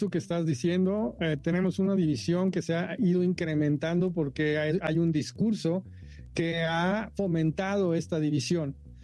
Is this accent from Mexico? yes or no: yes; Mexico